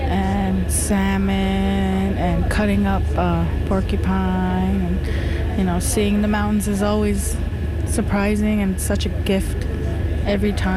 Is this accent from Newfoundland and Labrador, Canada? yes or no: yes; Newfoundland and Labrador, Canada; I'm 26 years old, and I'm from Shashashi, Newfoundland, Labrador.